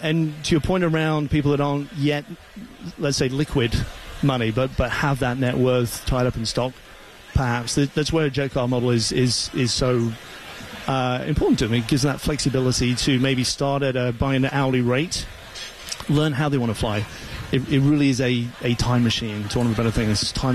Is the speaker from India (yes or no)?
no; England, United Kingdom; I'm English